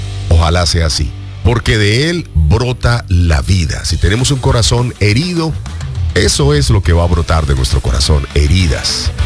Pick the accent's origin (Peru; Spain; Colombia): Colombia; Ibagué, Tolima; born there; moved away; Nací en la ciudad musical de Colombia, Ibagué. Y no sigo por ese lado porque termino colocando el boom de tolimense. Soy colombiano de nacimiento, muy jovencito salí de Colombia, pero voy cada vez que puedo.